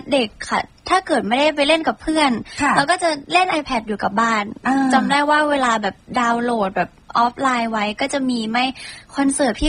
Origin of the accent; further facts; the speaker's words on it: Nonthaburi, Thailand; born there; now in Nakhon Pathom, Thailand; หนูเกิดนนทบุรีค่ะแต่ว่าตอนนี้อยู่นครปฐม